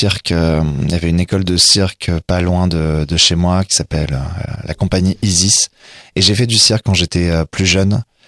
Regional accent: Laon, Hauts-de-France, France; also born or lived in Brou-sur-Chantereine, Seine-et-Marne; Je suis né à Brou-sur-Chantraine dans le 77 en Seine-et-Marne, mais très rapidement mes parents ont bougé en Picardie, maintenant ça se dit plus, c'est dans l'Aisne. J'ai vécu 11 déménagements sur ce secteur-là, je suis surtout resté au niveau de Laon, la ville couronnée.

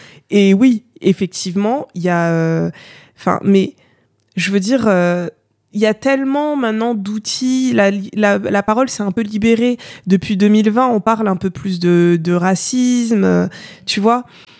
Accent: Paris, Île-de-France, France; Mais avant, je disais « Bah, je suis française. » Tu vois, ou « Je viens de Paris. »

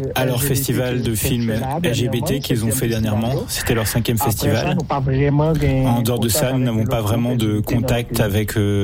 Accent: Haiti; je suis un vrai haïtien.

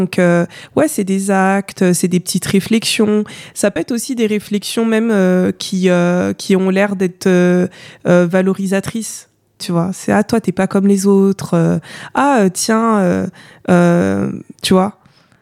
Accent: Paris, Île-de-France, France; mais avant je disais je suis française. Tu vois, ou je viens de Paris.

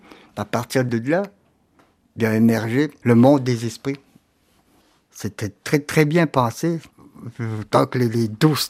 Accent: Pessamit, Quebec, Canada; Je suis natif de Pessamit.

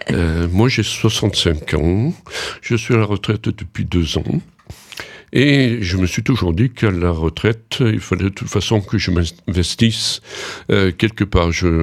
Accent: Colombier-le-Vieux, Auvergne-Rhône-Alpes, France; now in Romans-sur-Isère, France; Non, je suis de Colombier-le-Vieux, en Nord-Est, okay.

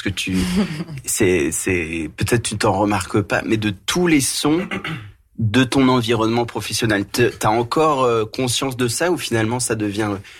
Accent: Île-de-France, France; Je suis à peu près d'où tu viens, Arnaud, c'est-à-dire d'une grande ville plate qui est la région parisienne.

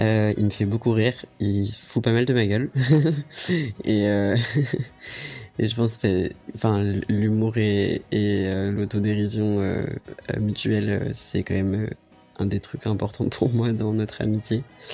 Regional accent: Grenoble, Auvergne-Rhône-Alpes, France; moved away; On a grandi à Grenoble tous les deux.

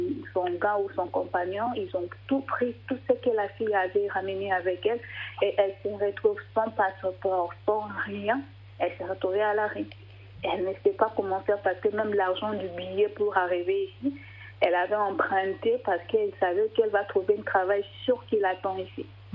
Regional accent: DR Congo; Je dis non, je ne suis pas sénégalaise, je suis congolaise.

